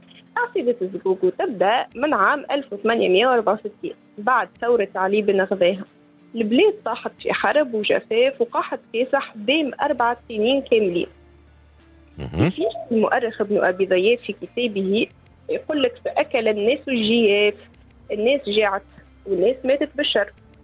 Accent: Nabeul, Nabeul Governorate, Tunisia; احنا عندنا في نابل عروسة الفقرة ما نعملوها في رأس العام الهجري.

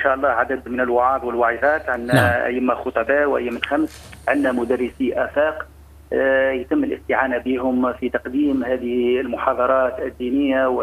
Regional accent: Tunisia; بلادنا تونس العزيزة

